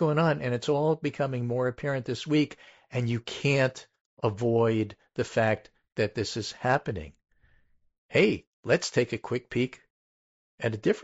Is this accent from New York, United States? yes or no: yes; New York City, New York, United States; I'm a New Yorker